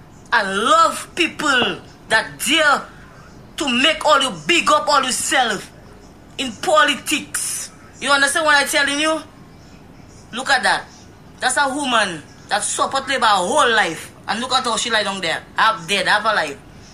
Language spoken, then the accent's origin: English; Scotland, United Kingdom; And she loves Dennis Charles, because we're from Scotland, okay?